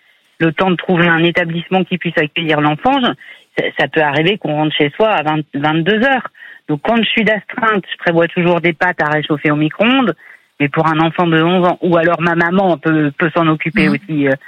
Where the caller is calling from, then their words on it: Hauts-de-France, France; J'habite dans le Nord.